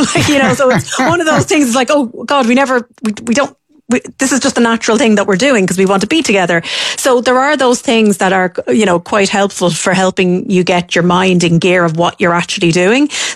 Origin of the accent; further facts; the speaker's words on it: Artane, Leinster, Ireland; because I grew up in Artane, so I had to go over there.